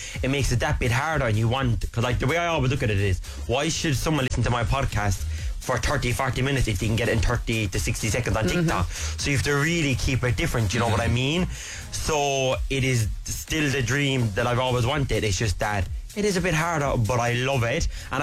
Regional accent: North West England, United Kingdom; I'm from the Halton side

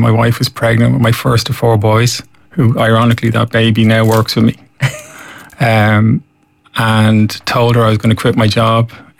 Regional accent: Dunboyne, County Meath, Ireland; I'm from Dunboyne.

